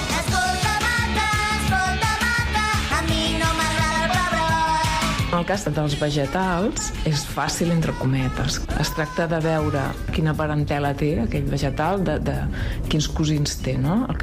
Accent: Catalonia, Spain; accent: Central Catalan; ja no diem gaspatxo, els que som del català central.

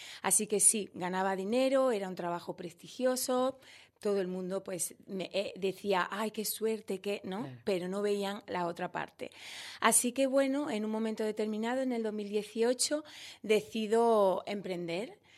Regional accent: Jaén, Andalusia, Spain; moved away as an adult; now in El Puerto de Santa María, Spain; Yo soy de Jaén, pero vivo en el puerto, llevo 3 años viviendo aquí.

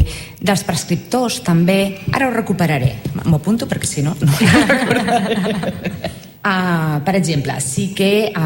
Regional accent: Santa Perpètua de Mogoda, Catalonia, Spain; Jo que sóc de Santa Perpètua de la Moguda, un poblet al costat de Sabadell

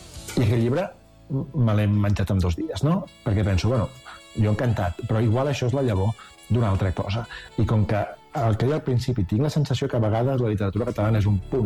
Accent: Catalonia, Spain; perquè és així, jo soc català i no puc fer una altra cosa

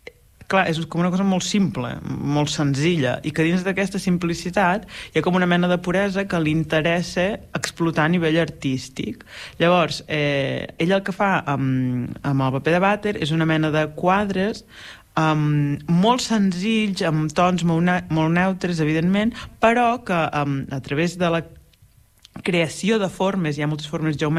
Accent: Blancafort, Catalonia, Spain; Recordo que quan era petita hi va haver una exposició i passarel·la al meu poble, crec que primera i última vegada de la meva vida que he vist a Blancafort fer una passarel·la de moda

